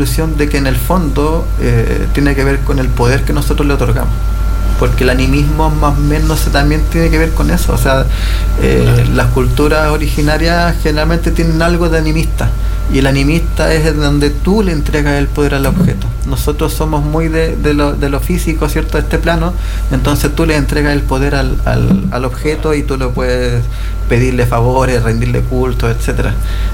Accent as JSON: {"language": "Spanish", "country": "Chile"}